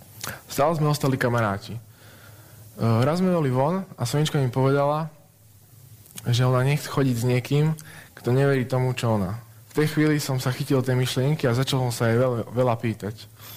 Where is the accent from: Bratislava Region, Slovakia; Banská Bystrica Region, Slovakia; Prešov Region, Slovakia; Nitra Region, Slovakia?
Banská Bystrica Region, Slovakia; Revúca; som z Revúcej a mám 16 rokov a veľmi rád športujem.